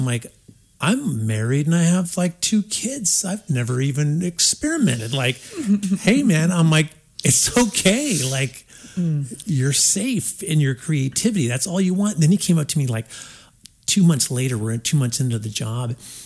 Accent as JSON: {"language": "English", "town": "Los Angeles", "region": "California", "country": "United States", "tie": "born or raised there", "moved": "yes", "said": "I grew up in Los Angeles"}